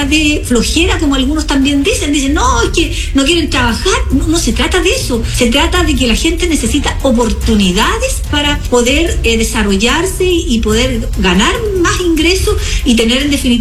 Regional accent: Chile; que obviamente somos chilenos y nos necesitamos todo

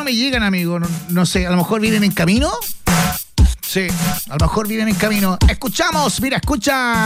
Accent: Angol, Araucanía, Chile; Hoy, si somos de Angol, ¿por qué no nos saluda a nosotros?

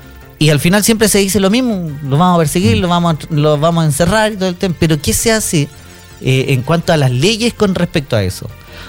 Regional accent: Chile; nos golpea a todos como chilenos

